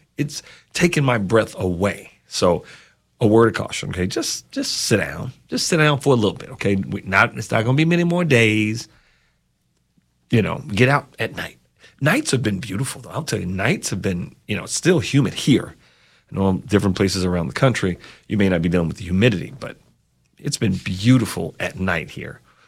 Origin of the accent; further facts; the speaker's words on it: United States; I'm an American through and through